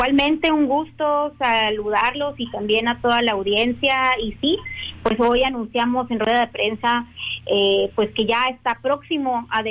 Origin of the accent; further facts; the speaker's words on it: Mexico; nuestra identidad como mexicanos